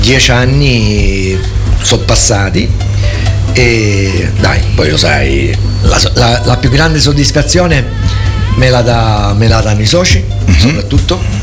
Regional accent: Messina, Sicily, Italy; No, allora, spesso mi confondono con l'eccese, perché io sono messinese, abbiamo lo stesso accento.

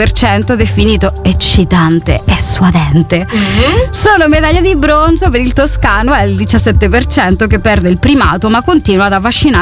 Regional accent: Spain; first language Spanish; Italian is a second language; moved away; io sono spagnola

